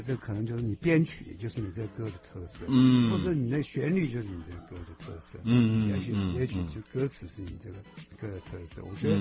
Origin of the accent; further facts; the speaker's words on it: China; 那不是我们中国人讲就是一言以兴邦